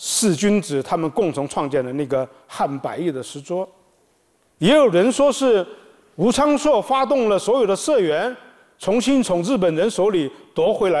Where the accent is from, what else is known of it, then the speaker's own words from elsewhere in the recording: Jiangsu, China; 咱们江苏